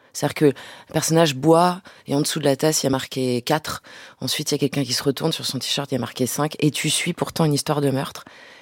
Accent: India; moved away; moi, comme j'ai été élevée en Inde

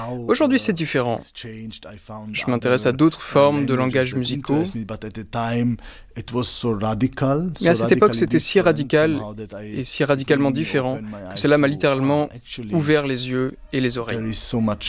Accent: Italy; moved away; J'ai grandi en Italie, j'ai commencé très jeune à étudier la flûte au conservatoire

